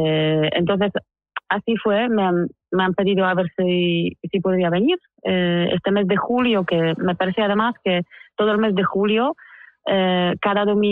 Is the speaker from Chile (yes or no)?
no; Poland; also born or lived in Lithuania; now in Menorca, Spain; soy de origen ruso, de familia rusa. Ajá. Nací en Lituania, pero crecí en Polonia.